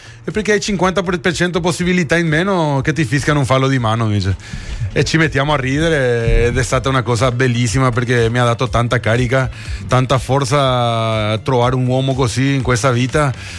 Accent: Paraguay; now in Italy

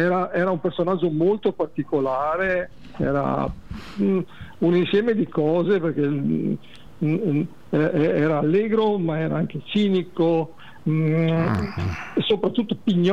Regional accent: Padua, Veneto, Italy; born there; io sono padovano pure.

